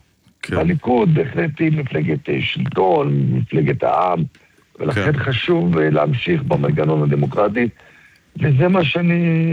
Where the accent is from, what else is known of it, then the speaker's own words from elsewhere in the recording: Holon, Tel Aviv District, Israel; אני גדלתי בחולון, גדלתי בשכונת הגיבורים.